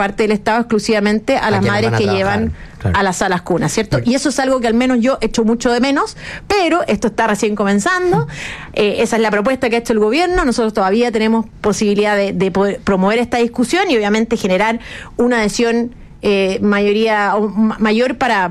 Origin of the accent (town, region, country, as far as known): Chile